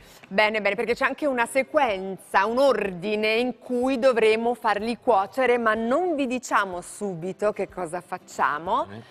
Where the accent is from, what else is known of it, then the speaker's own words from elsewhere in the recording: Campania, Italy; Io sono campana, pure...